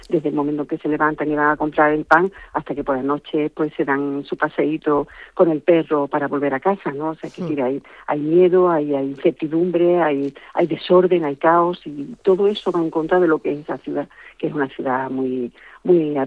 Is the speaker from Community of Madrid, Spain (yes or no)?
no; Ceuta, Spain; also born or lived in Las Palmas de Gran Canaria; Sí, yo nací, para ser exacto, nací en Las Palmas de Gran Canaria de forma circunstancial, porque mis padres, que sí eran de Ceuta...